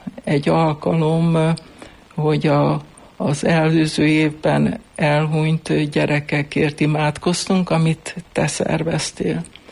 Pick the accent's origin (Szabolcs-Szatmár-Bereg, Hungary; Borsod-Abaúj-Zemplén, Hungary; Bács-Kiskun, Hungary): Szabolcs-Szatmár-Bereg, Hungary; Rakamaz; born there; also born or lived in Debrecen; now in Budapest, Hungary; Én nagyon korán voltam első áldozó, már 6 éves koromban rakamazon